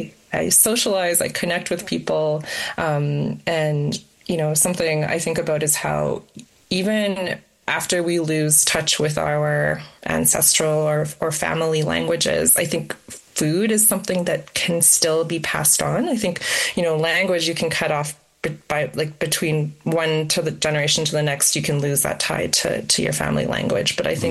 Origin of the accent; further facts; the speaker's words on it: Edmonton, Alberta, Canada; Growing up in Edmonton, like you couldn't just go to any store, you had to go to Chinatown.